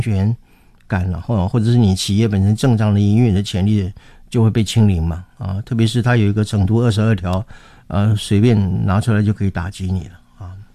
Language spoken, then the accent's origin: Chinese; Taiwan